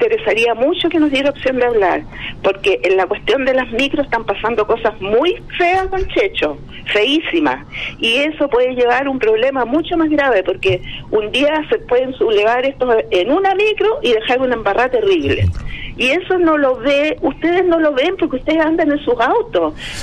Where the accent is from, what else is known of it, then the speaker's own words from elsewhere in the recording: Santiago Metropolitan Region, Chile; Nacida y criada en Las Dalias, llegar a Rodrigo de Araya.